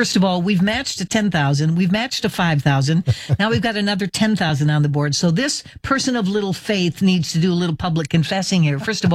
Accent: Midwest, United States; when I was raised in the Midwest, that'd be the time you'd go out for a fish fry.

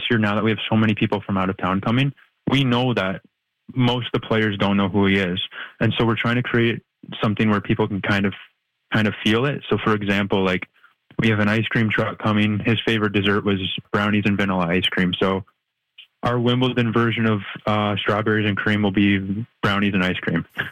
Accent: Petrolia, Ontario, Canada; I'm from Petrolia, about 30 minutes outside.

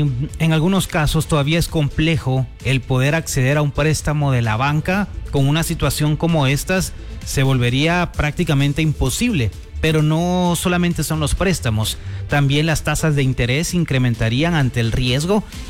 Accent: Guatemala

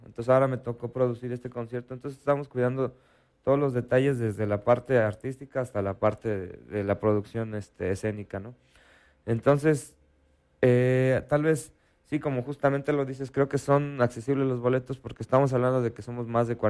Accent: Puebla, Mexico; moved away as an adult; now in Comarca Lagunera, Mexico; yo soy de Puebla. Uh-huh. Llegué aquí hace 2 años, soy integrante de la Camerata y por eso fue que me vine para acá

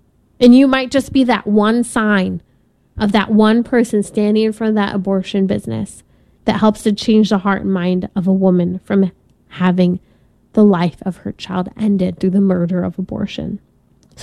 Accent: California, United States; especially my home state of California

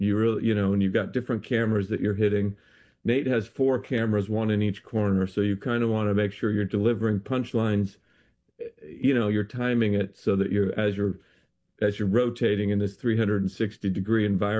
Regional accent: Idaho, United States; Dan is from Northern Idaho. I'm from Southern Idaho.

